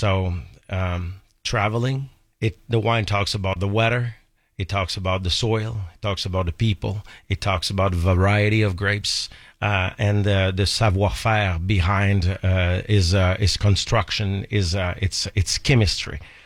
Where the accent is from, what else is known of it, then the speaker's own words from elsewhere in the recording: Quebec City, Quebec, Canada; now in United States; So I'm from Canada. I'm from Quebec City, Canada. I ended up here in the U.S. Probably 10 years ago.